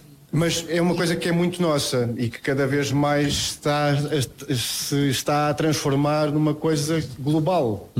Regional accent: Lisbon, Portugal; as tradições que nós temos como portugueses e lisboetas

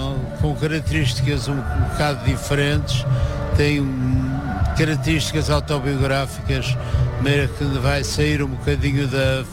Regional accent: Porto, Norte, Portugal; Não, já eu conheço, eu sou do Porto, mas eu digo que também sou de certo modo minhoto, porque eu conheço muito bem o Minho. Meus pais tinham uma casa em Ofir

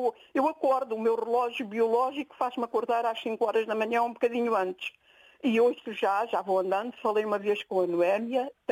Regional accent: Alentejo, Portugal; moved away as an adult; also born or lived in Lisbon; now in Figueira da Foz, Portugal; eu sou de Lisboa, cresci no Alentejo e depois regressei a Lisboa para trabalhar

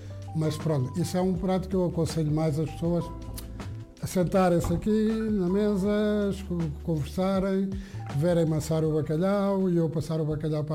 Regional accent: Ribatejo, Portugal; now in Andorra; Também gosto de ir à minha terra.

